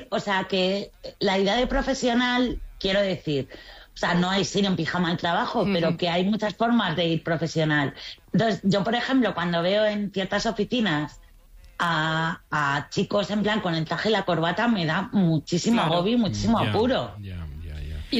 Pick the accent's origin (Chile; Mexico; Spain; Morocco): Spain; Mi horterismo no lo veo tan hortera porque yo soy española